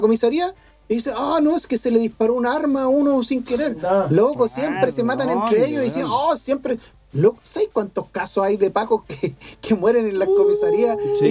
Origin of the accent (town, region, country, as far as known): Chile